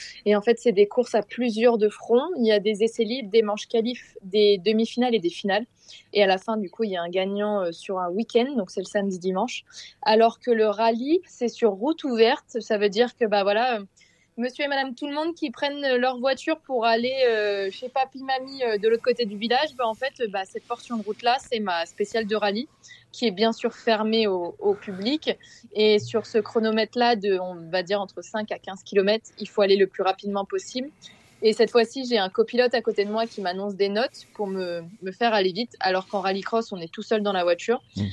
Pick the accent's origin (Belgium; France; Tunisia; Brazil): France; Normandy; born there; moi je suis née dans l'Orne, mais j'habite dans la Sarthe, donc c'est mes deux départements, on va dire, de natal, donc j'y tiens vraiment énormément.